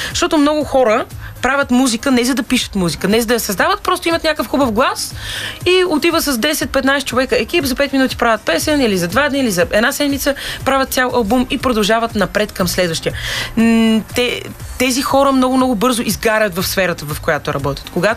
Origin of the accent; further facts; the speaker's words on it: Sofia, Sofia City, Bulgaria; От София съм.